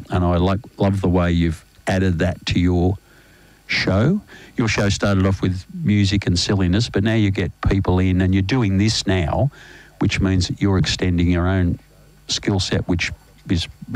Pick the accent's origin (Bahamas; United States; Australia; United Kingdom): Australia; Wordy Bullock, Victoria; I was one of eight children, brought up on a farm at a little place called Wordy Bullock, which you would drive through if you were going from Geelong to Birragara.